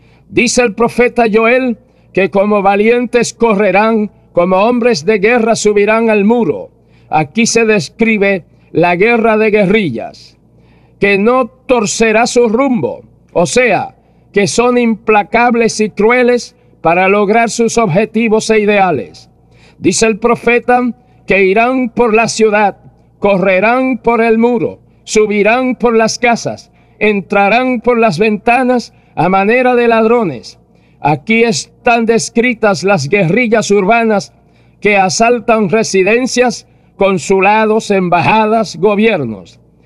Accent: Puerto Rico; also born or lived in Cuba; Mi esposa y este servidor, que somos de aquí, de Puerto Rico, estuvimos como misioneros en Cuba por espacio de casi 17 años.

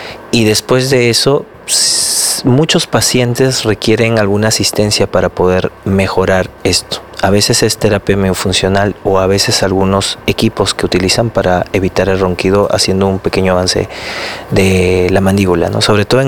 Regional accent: Cajamarca, Peru; Yo también soy de Cajamarca.

